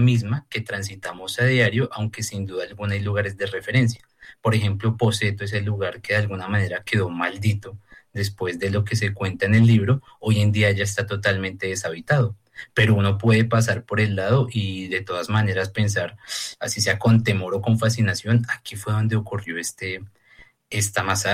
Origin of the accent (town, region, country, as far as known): Colombia